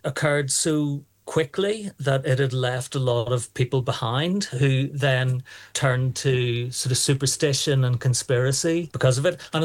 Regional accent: Dromore, Northern Ireland, United Kingdom; I'm from Dromore in County Down.

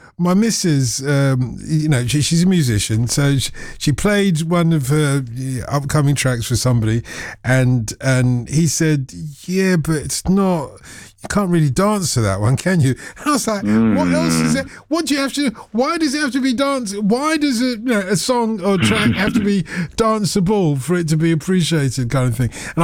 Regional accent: London, United Kingdom; a black guy growing up on Broadwater Farm in London, being a teddy boy

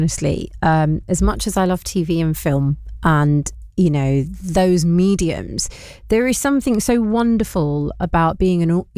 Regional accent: London, United Kingdom; as biased as this might sound for me as a Londoner, there is something in the water here in London.

